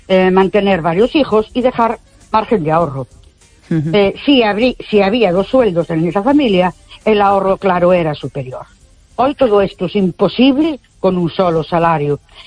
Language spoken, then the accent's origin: Spanish; Ourense, Galicia, Spain; Buenas noches … de Ourense.